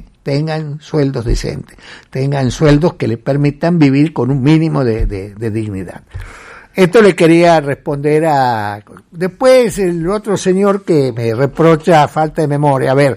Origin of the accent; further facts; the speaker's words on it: Santa Fe, Argentina; Yo soy un periodista de provincia, de Santa Fe.